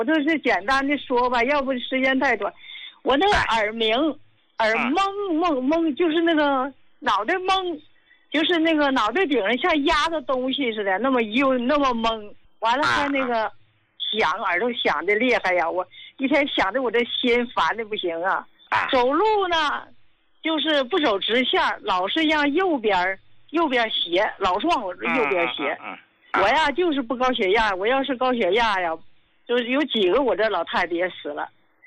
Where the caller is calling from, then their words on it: Qinhuangdao, Hebei, China; 我是秦皇岛的